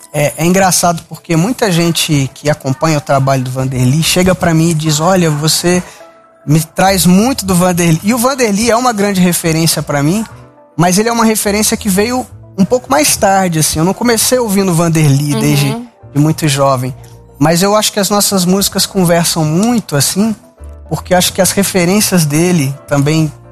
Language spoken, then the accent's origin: Portuguese; Muzambinho, Minas Gerais, Brazil; moved away as an adult; also born or lived in Rio de Janeiro; now in São Paulo, Brazil; Nasci em Muzambinho, né? Uma cidade com pouco mais de 20 mil habitantes. Cresci lá, fiquei até os 18 anos. Depois fui morar no Rio, né? Fiquei um período no Rio e agora estou aqui em São Paulo